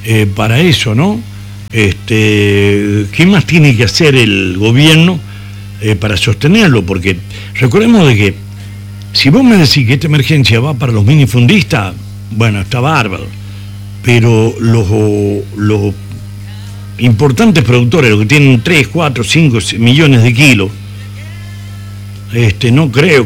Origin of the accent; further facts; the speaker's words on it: Chilecito, La Rioja, Argentina; born there; yo soy de Chilecito, nacido en tiempo del carnaval, en febrero nací